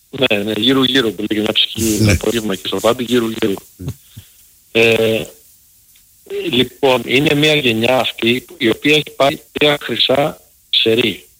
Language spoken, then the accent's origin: Greek; Patras, Western Greece, Greece; now in Chicago, United States; Έτυχε πέρυσι και ήμουν στην Ελλάδα, ήμουν στο χωριό μου στην Πάτρα